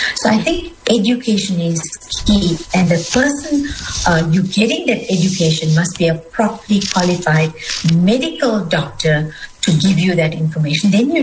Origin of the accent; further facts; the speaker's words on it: India; So the one thing I think, as an Indian woman, I'm a small woman.